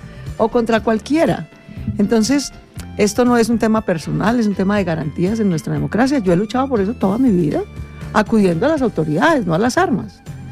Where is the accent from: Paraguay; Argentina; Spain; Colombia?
Colombia; Somos dos colombianos, hemos hecho a pulso, pues ambos hijos de una familia hecha a pulso.